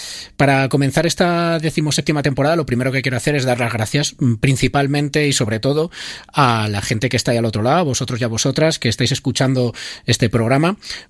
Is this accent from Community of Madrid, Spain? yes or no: no; Guadalajara, Castilla-La Mancha, Spain; yo soy de Guadalajara